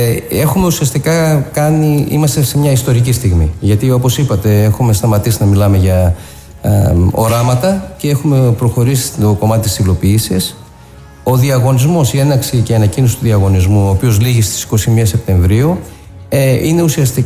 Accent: Thessaloniki, Central Macedonia, Greece; also born or lived in Athens; now in Thessaloniki, Greece; Σαν Θεσσαλονικιός που έχει ζήσει τα περισσότερα χρόνια του στην Αθήνα επαγγελματικά

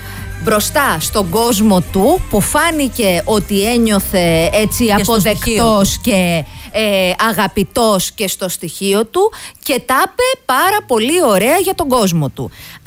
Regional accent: Mani, Peloponnese, Greece; Και ο Κουγιτέας και εγώ είμαστε από τη Λεβεντογένα.

